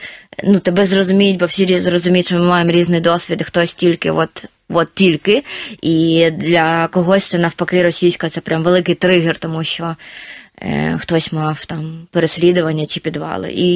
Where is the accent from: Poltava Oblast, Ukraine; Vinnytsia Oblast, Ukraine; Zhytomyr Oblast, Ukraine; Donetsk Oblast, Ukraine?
Donetsk Oblast, Ukraine; Mariupol; moved away as an adult; я сама з Маріуполя, я виїжджала в 22-му році з Маріуполя